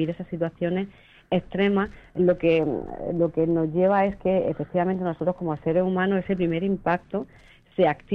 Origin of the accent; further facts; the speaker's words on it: Vélez-Rubio, Andalusia, Spain; Además, yo soy de Vélez Rubio, relativamente cerca.